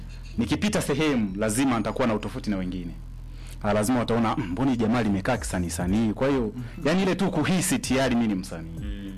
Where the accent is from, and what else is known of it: Tanzania